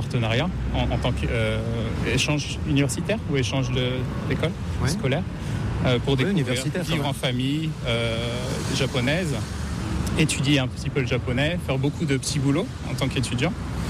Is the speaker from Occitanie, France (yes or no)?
no; Lorient, Brittany, France; la Bretagne, je suis de Lorient, la cité aux multiples ports, qui a été un des points d'ancrage de la route des Indes à l'époque